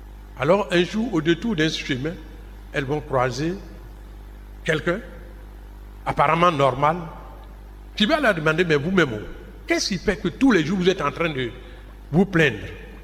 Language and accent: French; Bongouanou, Côte d’Ivoire; ma ville natale, à Bangouanou